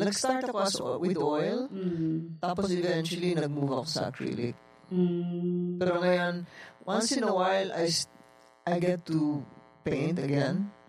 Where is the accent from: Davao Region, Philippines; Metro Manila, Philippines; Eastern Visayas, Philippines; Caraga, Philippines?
Davao Region, Philippines; Davao; Kasi taga-Davao talaga kami.